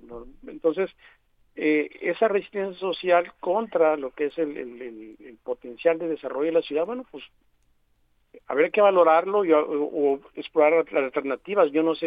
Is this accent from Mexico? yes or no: yes; Guaymas, Sonora, Mexico; now in Hermosillo, Mexico; yo soy de Guaymas, vivo un poco en Guaymas, pero yo recuerdo de niño, el agua de la llave era agua desalinizada